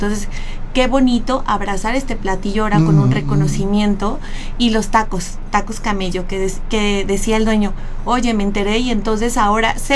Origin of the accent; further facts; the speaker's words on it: Puebla, Mexico; es un orgullo para nosotros los poblanos